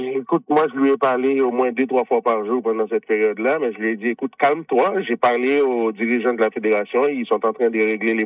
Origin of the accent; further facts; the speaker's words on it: Haiti; et la résilience qui existe chez nous en tant qu'Haïtien.